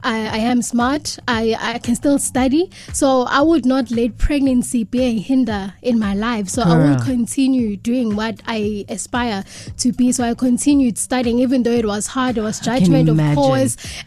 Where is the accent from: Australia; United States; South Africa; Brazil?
South Africa; KwaZulu-Natal; Okay, as introduced … I was born and bred in Gradville at Gwaduza. It's a village.